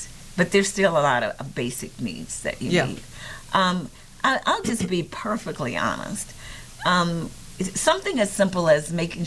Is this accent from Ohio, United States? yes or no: no; Avalon, Mississippi, United States; also born or lived in Grenada, Mississippi; I was born in Grenada, Mississippi, in Grenada Hospital, and my family lived actually in Avalon, Mississippi, but Grenada was the closest town. We actually lived in the country, as they called it then, but out on the farm, on the plantation. We were sharecroppers